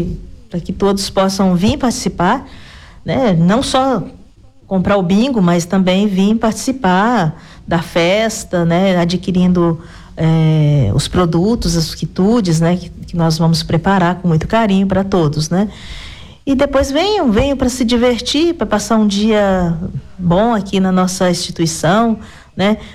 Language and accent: Portuguese; Minas Gerais, Brazil; A gente dá um jeitinho, pode vir, ainda mais que nós somos mineiro sempre dá um jeitinho.